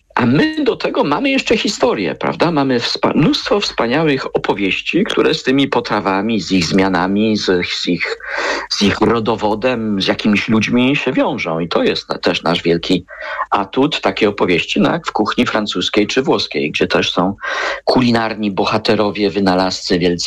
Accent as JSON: {"language": "Polish", "town": "Toruń", "region": "Kuyavian-Pomeranian Voivodeship", "country": "Poland", "said": "ja jestem z Torunia"}